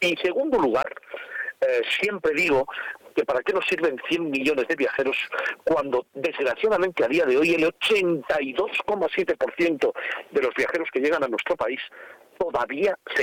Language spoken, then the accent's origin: Spanish; Madrid, Community of Madrid, Spain; Ay, mira, a mí me encanta, soy de Madrid, ¿eh? Soy de Madrid, lo que pasa que mi madre era extremeña